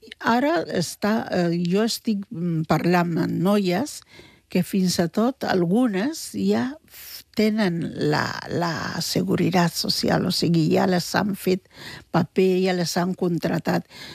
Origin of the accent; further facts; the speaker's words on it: Barcelona, Catalonia, Spain; born there; Jo d'aquí vaig nascut a l'Hospital de Sant Pau.